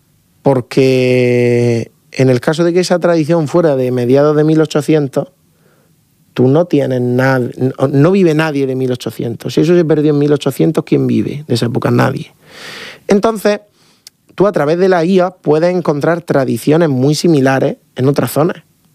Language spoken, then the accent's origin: Spanish; Lorca, Region of Murcia, Spain; una mujer de aquí del estudio que es paisana mía, de ahí de Lorca